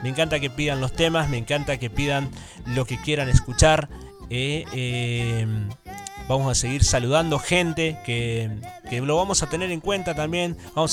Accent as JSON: {"language": "Spanish", "town": "Reconquista", "region": "Santa Fe", "country": "Argentina", "said": "lo que tiene mi pueblo, lo que escucha mi pueblo, lo que tiene, lo que hace, ¿eh? Esta ciudad tan linda como es la ciudad de Reconquista, ¿eh? Esta ciudad hermosa."}